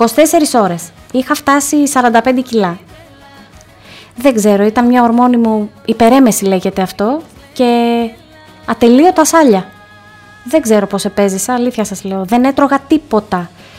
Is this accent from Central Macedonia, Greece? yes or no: yes; Thessaloniki, Central Macedonia, Greece; εδώ στην πόλη μου, να είμαι γέννημα θρέμα